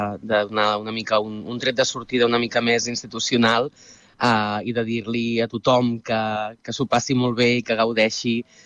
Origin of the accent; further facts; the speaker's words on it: Molins de Rei, Catalonia, Spain; el fet d'haver nascut i crescut a Molins per molts motius ha definit també qui sóc i què he acabat fent